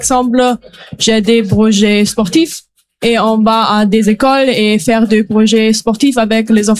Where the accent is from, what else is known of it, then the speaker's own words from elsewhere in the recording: Germany; French is a second language; moved away as an adult; now in Ribérac, France; Je viens d'Allemagne.